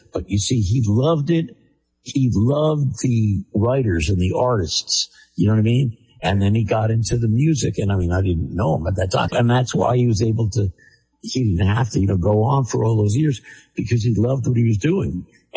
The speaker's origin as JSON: {"language": "English", "region": "New Jersey", "country": "United States", "said": "because I'm from New Jersey"}